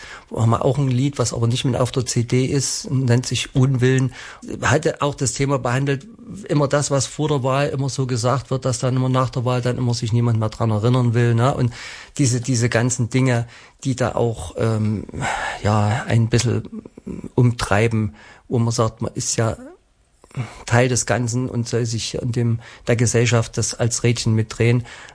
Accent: Plauen, Saxony, Germany; also born or lived in Chemnitz; Heimat ist halt das Vogtland, ja, ich komme aus Blauen, genau.

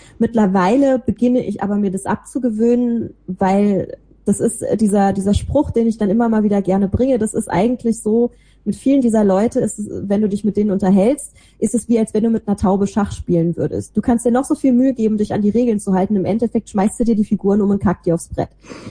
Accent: Rhineland, Germany; ich bin halt nun mal im Rheinland aufgewachsen, ich bin so erzogen worden, ich habe eine Großmutter, die gar kein Hochdeutsch mehr spricht

